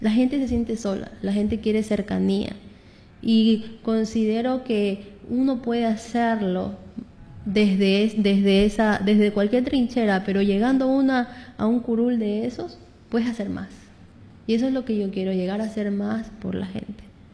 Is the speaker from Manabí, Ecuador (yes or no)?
yes; Calceta, Manabí, Ecuador; now in Manta, Ecuador; tengo 27 años viviendo aquí en Manta, pero yo soy de Calceta.